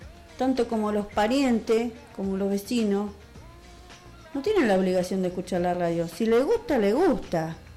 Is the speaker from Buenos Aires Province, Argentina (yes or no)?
yes; Ezeiza, Buenos Aires Province, Argentina; Y nosotros que nacimos en Ezeiza, sabemos lo que es la tierra, sabemos lo que es el barro, el tener una luz cada 3 cuadras, lo sabemos.